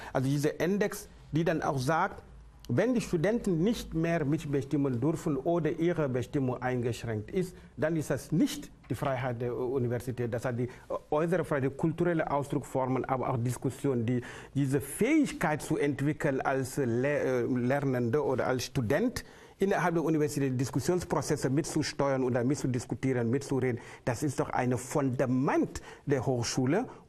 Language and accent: German; Senegal